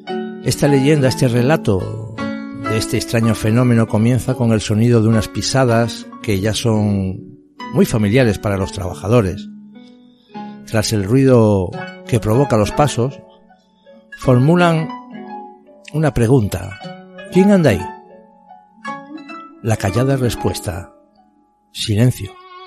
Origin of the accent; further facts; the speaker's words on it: Asturias, Spain; el Principado de Asturias, aquí en mi tierra